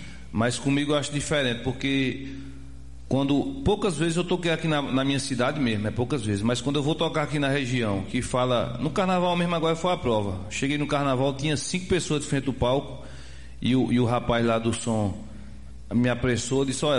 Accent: Poço do Boi, Brazil; sabendo que sou do Poço do Boi.

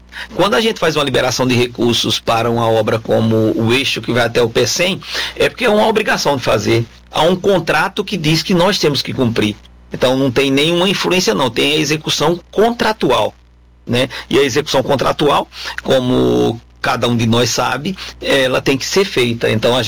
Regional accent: Bom Conselho, Pernambuco, Brazil; Eu sou pernambucano. Eu sou lá de Bom Conselho.

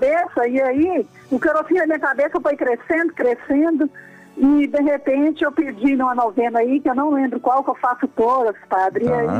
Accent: Goiás, Brazil; E eu fui, falei assim, sou de Goiás

